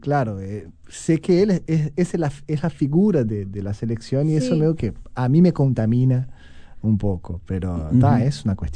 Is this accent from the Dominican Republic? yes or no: no; Brazil; now in Uruguay; Yo soy, en eso soy un brasileño medio trucho.